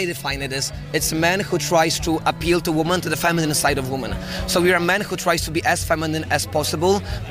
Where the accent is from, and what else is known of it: Poland; English is a second language; now in London, United Kingdom